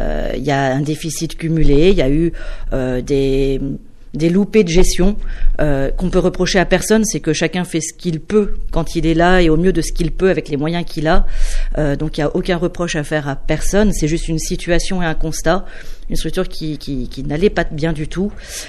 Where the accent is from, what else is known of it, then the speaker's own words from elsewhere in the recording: Metz, Grand Est, France; also born or lived in Toulouse / Lyon; moi je suis née à Metz, je suis partie longtemps à Toulouse, Lyon, enfin j'ai un petit peu navigué en France. Un jour je suis revenue à Metz